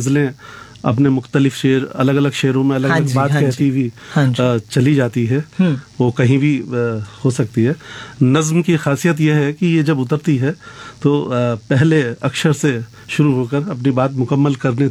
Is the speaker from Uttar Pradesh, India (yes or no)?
yes; Tanda, Uttar Pradesh, India; moved away as an adult; now in Moradabad, India; मैं रामपुर जनपद के टांडा का निवासी हूँ।